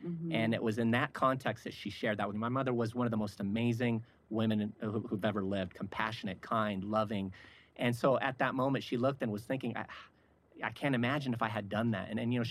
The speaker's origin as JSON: {"language": "English", "country": "Lebanon", "tie": "born or raised there", "said": "I was born in Lebanon in 1975."}